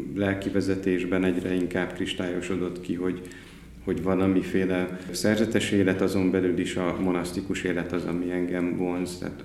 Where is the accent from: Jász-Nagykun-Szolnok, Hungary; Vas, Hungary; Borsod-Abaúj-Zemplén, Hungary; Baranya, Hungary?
Baranya, Hungary; Komló; Én Komlón születtem, ami egy szocialista bányaváros, ugye Baranya megyében. Kisgyerekkoromban nem jártunk templomba, így családostul